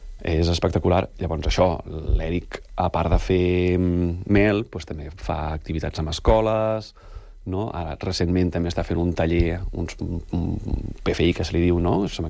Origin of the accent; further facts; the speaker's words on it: Catalonia, Spain; moved away as an adult; now in Sant Cugat del Vallès, Spain; jo soc del Penedès, en realitat, i porto aquí vora de 20 anys